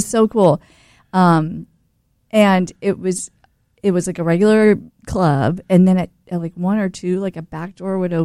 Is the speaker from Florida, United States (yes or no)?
yes; Titusville, Florida, United States; moved away as an adult; also born or lived in Nashville; I was born in Titusville, Florida, and I was born and raised. Like, I lived there until I was 18.